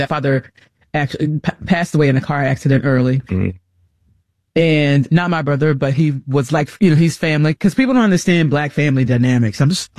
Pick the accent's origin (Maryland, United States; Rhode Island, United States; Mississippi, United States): Mississippi, United States; So, and I'm originally from Mississippi.